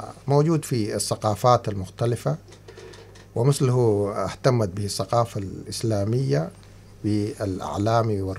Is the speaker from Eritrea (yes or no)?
yes; Halhal, Anseba, Eritrea; moved away as an adult; also born or lived in Sudan / Malaysia; now in United Kingdom; أنا تولدت من مواليد حلحل في النصف الثاني من السبعينات، ودرست الابتدائي في أريتريا، والمتوسط في السودان، والثانوي في أريتريا، ثم الجامعة في ماليزيا